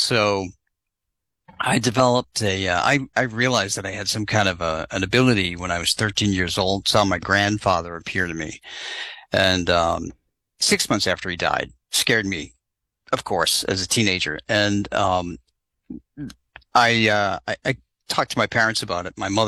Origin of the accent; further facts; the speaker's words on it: New England, United States; I grew up in New England